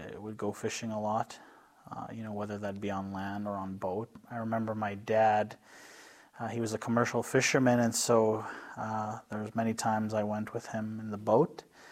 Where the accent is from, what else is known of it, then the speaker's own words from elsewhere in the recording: Cumberland House, Saskatchewan, Canada; Living in Cumberland House, you're tuned in with nature quite a bit.